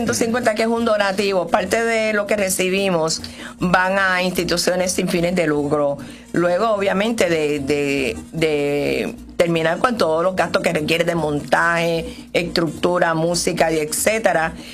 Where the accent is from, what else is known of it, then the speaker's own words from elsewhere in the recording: Puerto Rico; yo soy puertorriqueña.